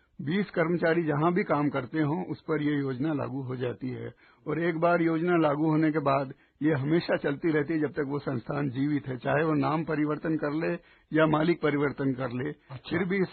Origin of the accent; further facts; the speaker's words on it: Dhamnod, Madhya Pradesh, India; now in Indore, India; मैं मूल रूप से धामनोद जिला धार का निवासी हूँ। मेरा जन्म 1936 में हुआ, उस समय धार राज्य था।